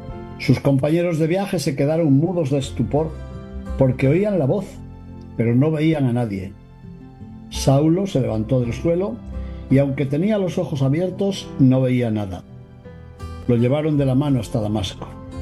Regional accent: León, Castile and León, Spain; sacerdote de la diócesis de León en España, y hoy les estoy hablando precisamente desde mi ciudad natal, de León, donde nací y donde fui ordenado sacerdote.

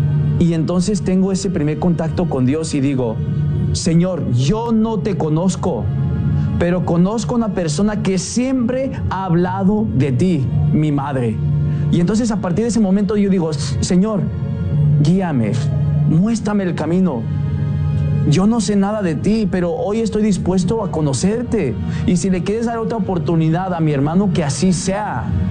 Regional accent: Riverside County, California, United States; nací en Estados Unidos, en el condado de Riverside, born and raised in Riverside County. He estado yo viviendo en la casa de formación misionera de Jesús Nazaret por ya 11 años.

